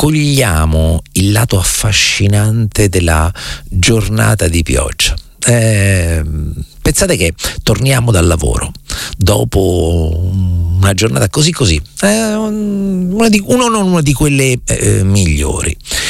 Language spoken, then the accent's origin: Italian; Marche, Italy; now in Rome, Italy; io sono marchigiano, mamma è nata a Roma ma i parenti sono originari di Cremona